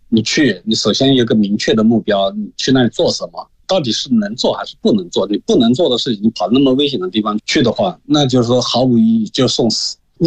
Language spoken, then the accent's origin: Chinese; China; 我不是一个国人，我是一个中国人，